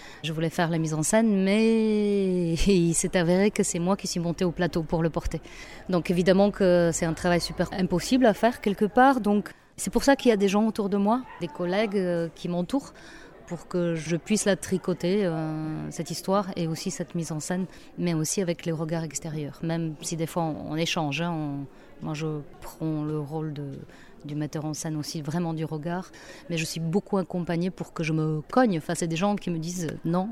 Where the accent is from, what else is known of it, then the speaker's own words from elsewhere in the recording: Bulgaria; moved away; j'ai mis le plateau sur une scène de théâtre en Bulgarie, dans ma ville natale